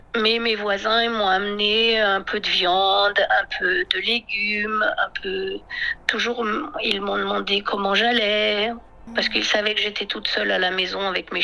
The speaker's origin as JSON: {"language": "French", "country": "France"}